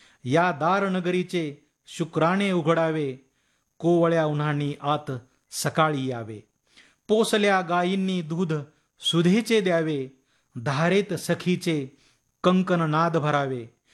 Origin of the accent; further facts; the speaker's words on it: Nimgaon, Maharashtra, India; moved away; असे माझे वैभवशाली मगराचे निमगाव. हे माझे गाव